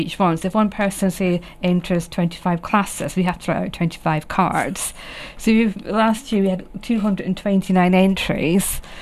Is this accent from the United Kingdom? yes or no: yes; Aberdeen, Scotland, United Kingdom; moved away as an adult; now in Little Paxton, United Kingdom; Originally I came from Aberdeen, up in Scotland.